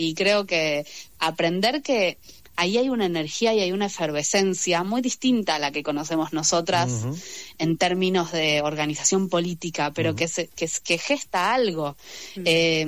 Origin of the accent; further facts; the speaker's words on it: Buenos Aires, Argentina; yo soy de Flores y soy bastante cerca